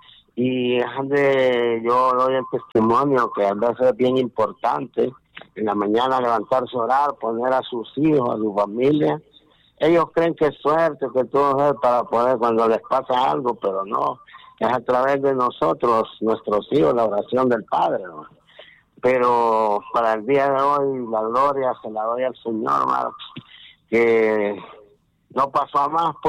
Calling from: Honduras; de la Miramesur.

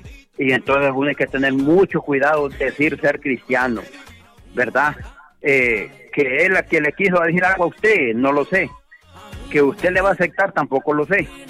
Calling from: Tegucigalpa, Francisco Morazán, Honduras; de aquí en la colonia Nueva Suyapa.

